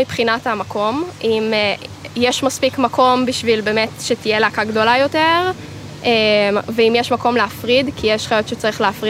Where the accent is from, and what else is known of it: Ra'anana, Central District, Israel; born or raised there